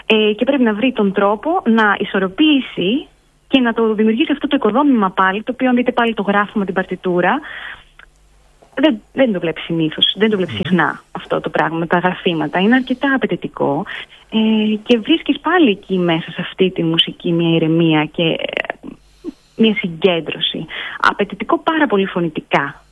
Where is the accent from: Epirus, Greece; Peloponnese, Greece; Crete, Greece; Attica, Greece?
Crete, Greece; εδώ στην Κρήτη, στην πατρίδα μου